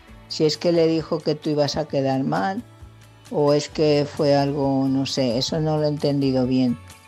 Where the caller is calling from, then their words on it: Leganés, Community of Madrid, Spain; corresponsal de Leganés.